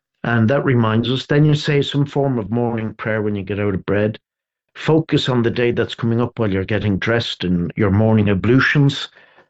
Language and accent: English; Dublin, Leinster, Ireland; a Passionist brother when I was growing up in Dublin.